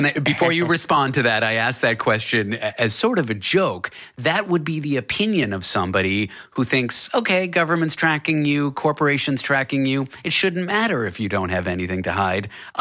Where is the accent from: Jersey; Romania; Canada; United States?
Canada; I'm from Canada. There's 40 million people there.